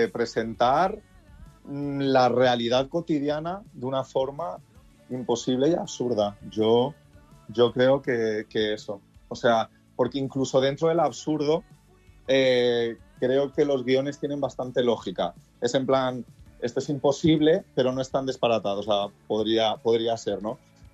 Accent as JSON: {"language": "Spanish", "region": "Balearic Islands", "country": "Spain", "moved": "as an adult", "lives_now": "Madrid, Spain"}